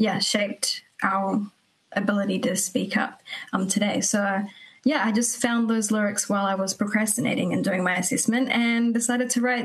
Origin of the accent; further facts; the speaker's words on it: New Zealand; growing up in New Zealand and being a young female